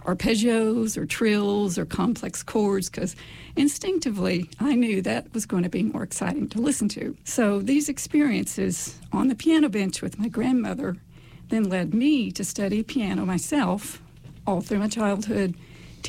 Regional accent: Castlewood, Virginia, United States; also born or lived in Dallas, Texas; I was born in Dallas, Texas, but both my parents grew up in Southwest Virginia, in Dickinson County specifically. And so when I was a baby, they moved back and raised me in Russell County, in Castlewood specifically.

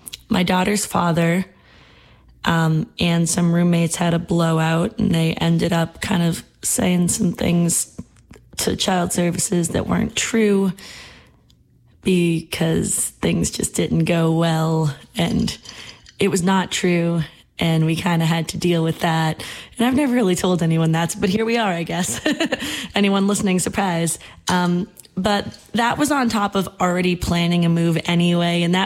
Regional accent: New Hampshire, United States; moved away as an adult; now in Nashville, United States; I am from New Hampshire, southern New Hampshire near Boston originally, and I just moved to Nashville last year.

